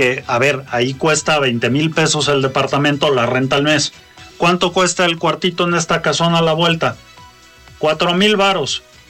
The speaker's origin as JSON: {"language": "Spanish", "region": "Puebla", "country": "Mexico", "said": "los que somos poblanos"}